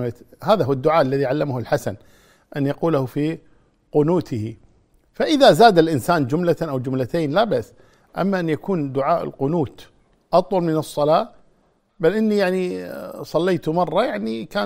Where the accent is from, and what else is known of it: Kuwait